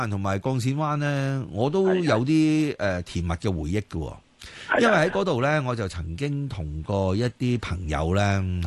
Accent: Kowloon, Hong Kong; 我就喺土瓜灣啊、九龍城啊呢一帶成長，所以我對呢個地方好有感情啊

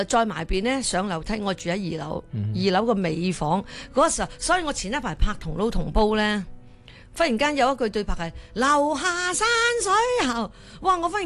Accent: Ipoh, Perak, Malaysia; moved away; 我童年就喺呢地方长大。

